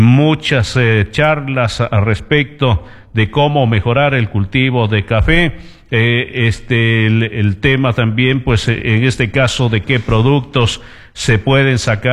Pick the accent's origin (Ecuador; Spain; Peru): Ecuador; Parte de nuestra identidad, parte de nuestra música que nos ha caracterizado, en este caso como ecuatorianos.